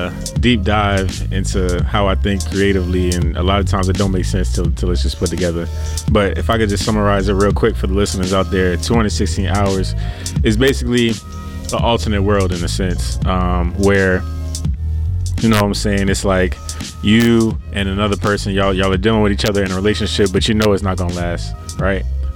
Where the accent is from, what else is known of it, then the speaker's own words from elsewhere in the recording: New Jersey, United States; also born or lived in Virginia; now in Richmond, United States; So originally I'm from New Jersey. Shout out Big Jersey, you know what I'm saying? I grew up there and I moved out to Richmond, Virginia, and I've been here ever since.